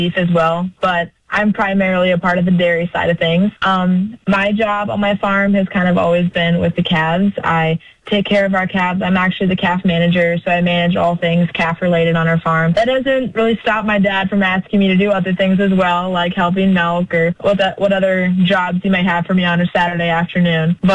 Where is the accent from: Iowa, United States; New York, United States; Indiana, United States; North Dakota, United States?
Iowa, United States; Waterville; So I'm from Waterville, Iowa. So that's located in Almaquy County, northeast corner of Iowa. I grew up on my family's dairy farm.